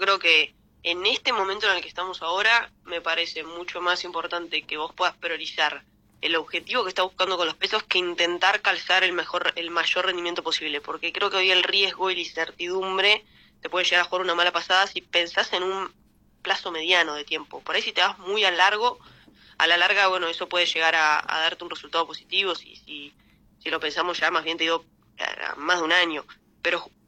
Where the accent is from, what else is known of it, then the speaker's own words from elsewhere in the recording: Tandil, Buenos Aires Province, Argentina; moved away as an adult; now in Buenos Aires, Argentina; En realidad soy de Tandil. Arranqué el primer año, los arranqué allá en la facultad de la UNICEN